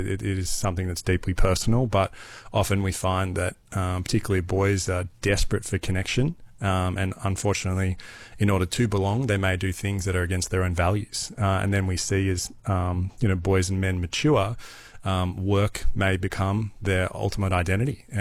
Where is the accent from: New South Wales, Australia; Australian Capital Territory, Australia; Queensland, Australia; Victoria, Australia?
New South Wales, Australia; No, I grew up in New South Wales. I loved footy, sport. That was kind of my identity.